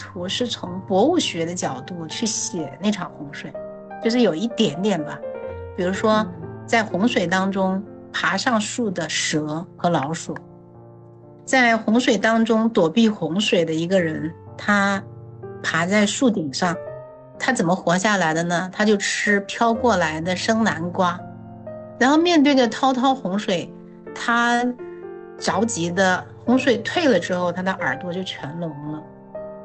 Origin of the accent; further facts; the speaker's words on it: Henan, China; moved away; 河南的历史我是熟悉的。所以在家乡呢